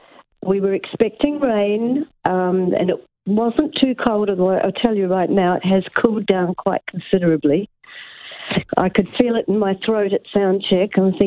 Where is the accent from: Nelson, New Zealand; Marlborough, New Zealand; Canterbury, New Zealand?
Nelson, New Zealand; moved away; I did 2 in my hometown of Nelson.